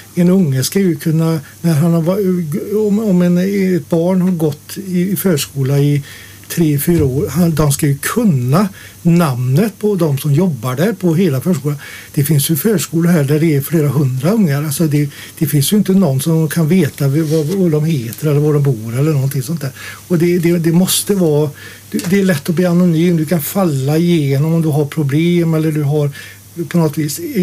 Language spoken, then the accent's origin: Swedish; Dingle, Västra Götaland County, Sweden; jag är född i Dingle med metropolen. Men vi hade väl kanske 900 personer eller 1000 invånare. Och jag är ju uppväxt på en liten skola.